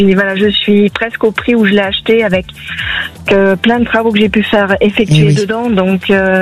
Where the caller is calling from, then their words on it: Nouvelle-Aquitaine, France; Des Pyrénées-Atlantiques.